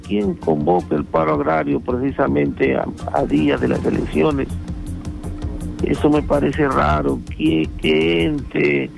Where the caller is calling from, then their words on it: Ica, Peru; Desde ICA.